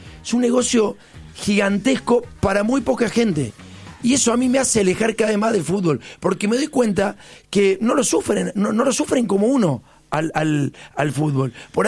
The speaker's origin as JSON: {"language": "Spanish", "country": "Argentina", "said": "Pero nosotros somos argentinos. Nosotros somos argentinos."}